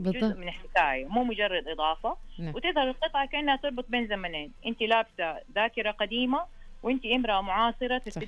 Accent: Hejaz, Saudi Arabia; عندنا في الحجاز

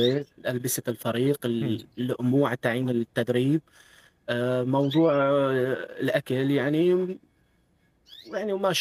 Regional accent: Latakia, Latakia Governorate, Syria; من مدينة اللاذقية، ولدت وخلقت في مدينة اللاذقية بمنطقة العوينة. أصلي الحفة قرية تفيل.

